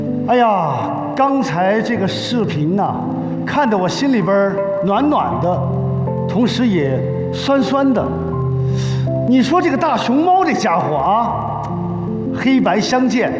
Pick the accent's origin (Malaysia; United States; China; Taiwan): China; Sichuan; 我们作为一个四川人，我太骄傲了。